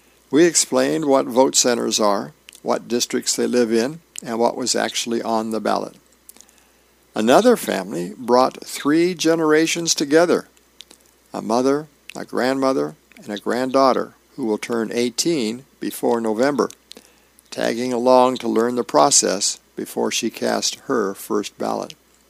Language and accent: English; United States; Navajo Nation, tribal and county and state elections are often located at different locations. In my hometown, the tribal election is impossible to miss. It's right at the chapter house, with food tents and community energy.